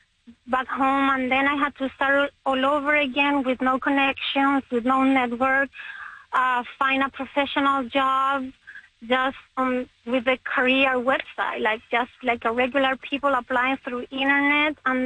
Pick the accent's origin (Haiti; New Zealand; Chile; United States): Chile; first language Spanish; English is a second language; moved away as an adult; now in Canada; We are from Chile in South America. So our first native language is Spanish. And we came to Canada 4 years ago to give my two daughters an opportunity to grow up in a safe country